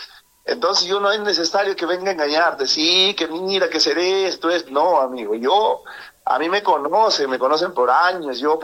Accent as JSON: {"language": "Spanish", "town": "Parcoy", "region": "La Libertad", "country": "Peru", "said": "yo el único interés que tengo acá en Parcoy es trabajar para mi pueblo."}